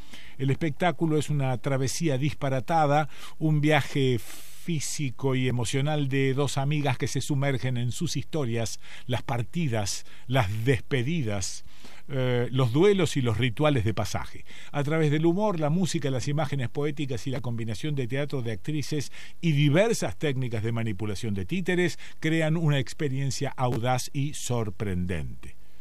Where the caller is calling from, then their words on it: Rosario, Santa Fe, Argentina; Hola, Quique, soy de Rosario. Hace mucho que te conozco y sigo.